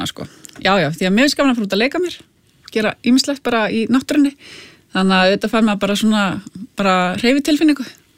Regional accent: Hafnarfjörður, Capital Region, Iceland; Já, ég kem úr Hafnarfirði. Ég ólst upp í Klausturgámi og hérna...

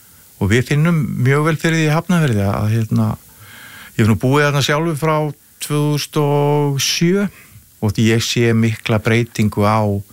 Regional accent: Vestmannaeyjar, Southern Region, Iceland; born or raised there

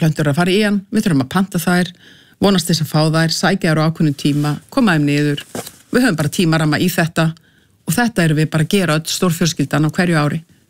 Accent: Reykjavík, Capital Region, Iceland; En ég er uppalinn í Reykjavík, skólagangan var hérna í Breiðholtinu, sko.

